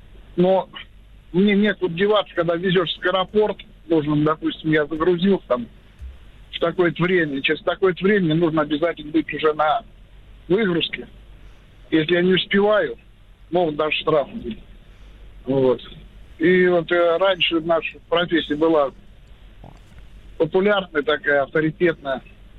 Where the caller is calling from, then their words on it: Tambov, Tambov Oblast, Russia; Да, город Тамбов.